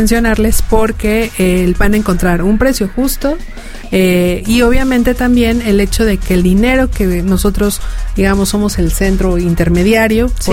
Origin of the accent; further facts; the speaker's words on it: Morelos, Mexico; todo morelense